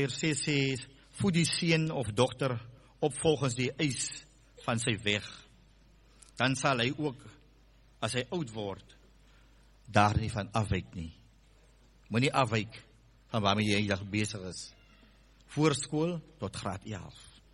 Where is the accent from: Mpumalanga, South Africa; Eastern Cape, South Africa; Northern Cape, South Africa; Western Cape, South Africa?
Western Cape, South Africa; Heidelberg; Ek kom van Noordkaap, ek kom van Hessekwa, Heidelberg, Slangrivier, terug Oudtshoorn toe.